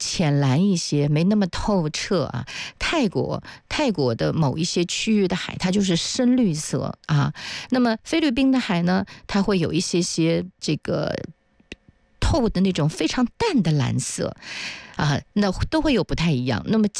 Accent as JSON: {"language": "Chinese", "region": "Zhejiang", "country": "China"}